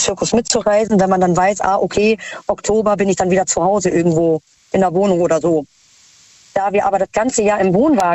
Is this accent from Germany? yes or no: yes; Mannheim, Baden-Württemberg, Germany; Mannheim.